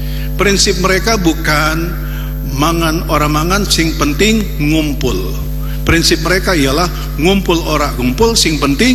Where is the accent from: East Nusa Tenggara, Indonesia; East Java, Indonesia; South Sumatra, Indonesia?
South Sumatra, Indonesia; Palembang; born there; ketika satu waktu saya masih kecil, saya pulang ke tempat kelahiran saya di Palembang, orang tua saya masih jauh, masih di mobil, saya sudah masuk ke rumah keluarga itu.